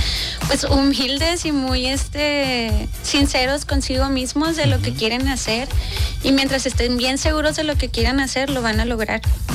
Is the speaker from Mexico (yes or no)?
yes; Ciudad Juárez, Chihuahua, Mexico; Juárez es mi ciudad, es donde yo nací, donde vivo